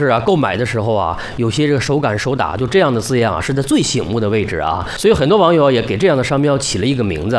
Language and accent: Chinese; Shandong, China; 我是山东人，喜欢吃这个手擀面